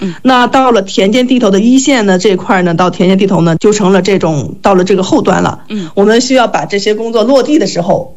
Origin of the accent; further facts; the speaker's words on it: Shanxi, China; 因为我是山西人